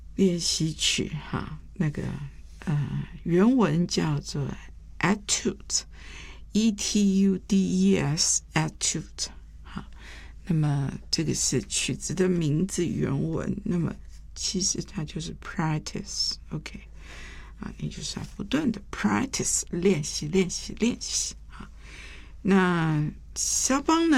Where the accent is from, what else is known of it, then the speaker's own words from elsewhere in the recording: Taiwan; 我在这个眷村里面长大的时候，